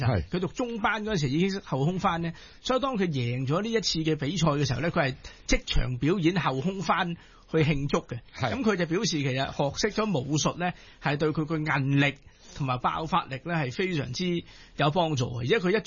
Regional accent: China; 我希望我哋中國人嘅球隊可以即係決勝於世界盃咁樣。

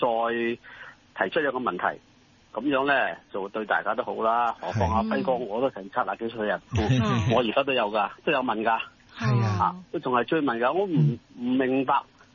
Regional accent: Hong Kong; 我哋香港

